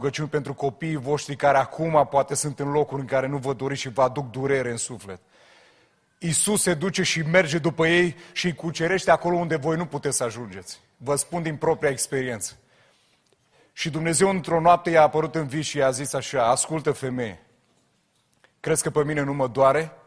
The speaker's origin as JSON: {"language": "Romanian", "town": "Constanța", "region": "Constanța County", "country": "Romania", "tie": "born or raised there", "moved": "as an adult", "lives_now": "Onești, Romania", "said": "Eu m-am născut la Constanța, deși actualmente locuiesc la Onești."}